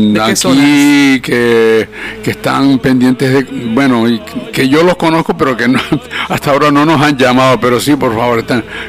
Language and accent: Spanish; Arrecife, Canary Islands, Spain; born there; yo nací aquí en Arrecife, en la misma casa de La Puntilla.